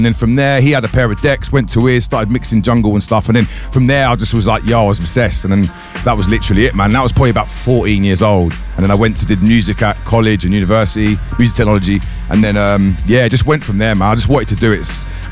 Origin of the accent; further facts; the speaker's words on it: Bedford, East of England, United Kingdom; Born and bred in Bedford.